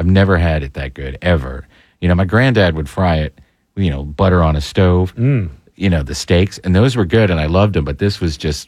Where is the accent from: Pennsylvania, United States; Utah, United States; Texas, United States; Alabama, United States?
Pennsylvania, United States; Mansfield; moved away; my hometown of Mansfield, PA